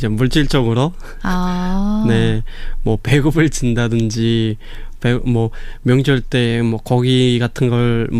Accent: North Korea; 우리 북한에 살고 있는 주민들을 위해서 이제 일을 하고 계신다라는 걸 그때 또 이제 느끼게 됐던 것 같아요. 제 고향에 있는 가족이라든지 친구들도 이제 하나님께서 보살펴 주시고 계시는구나라고 생각했던 것 같습니다.

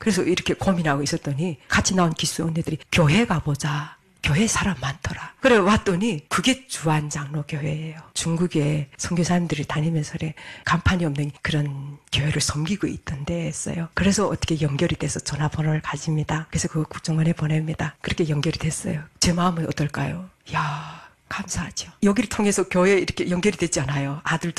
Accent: North Korea; moved away as an adult; now in South Korea

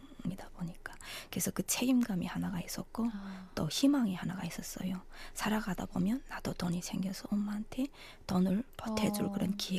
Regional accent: North Korea; 그래서 제가 북한 사람이다. 이렇게 인정했어요.

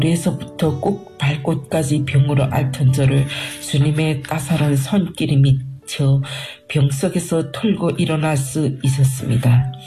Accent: North Hamgyong, North Korea

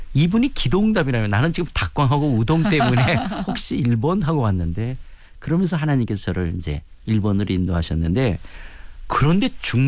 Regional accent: South Korea; moved away as an adult; also born or lived in Japan / Shanghai, China

